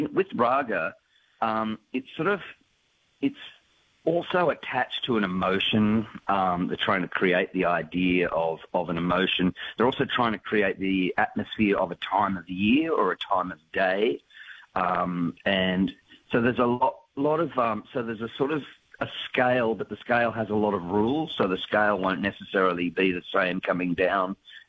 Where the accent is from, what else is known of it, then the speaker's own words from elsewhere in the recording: Grenfell, New South Wales, Australia; now in Bathurst, Australia; I grew up on a sheep farm west of Grenfell. So I was born in Grenfell